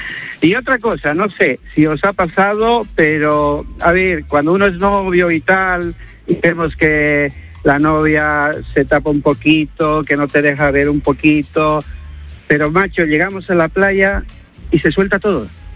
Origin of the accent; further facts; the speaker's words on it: Bolivia; now in Marbella, Spain; No, pero soy boliviano